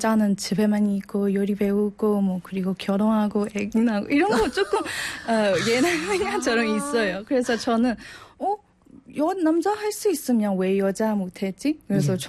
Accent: Myanmar; Korean is a second language; now in South Korea; 지금 한국에 활동하고 있습니다. 저 지금 한국 생활 5년 됐습니다.

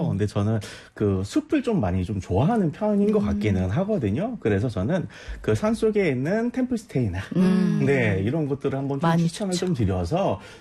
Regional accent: Jeolla, South Korea; born there; 우선 저는 이제 전라도 태생이거든요.

